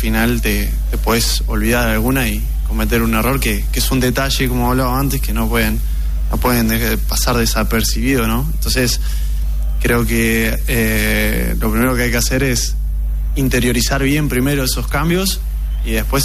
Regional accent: Uruguay

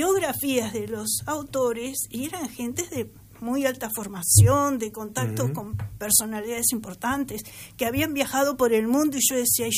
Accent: Juan Lacaze, Colonia, Uruguay; Cuando yo a mis 8 años, viviendo en Juan Lacase, yo nací en Juan Lacase

